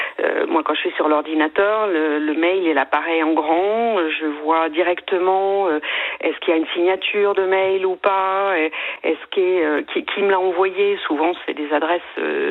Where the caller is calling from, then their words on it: Brittany, France; Alors, je vous appelle de Bretagne.